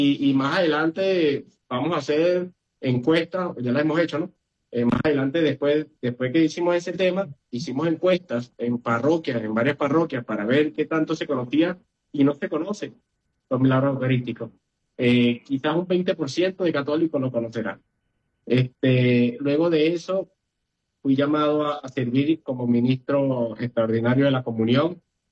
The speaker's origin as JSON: {"language": "Spanish", "country": "Venezuela", "moved": "as an adult", "lives_now": "Magdalena del Mar, Peru", "said": "Como dice mi esposa, somos venezolanos, migramos, nos tocó migrar acá al Perú"}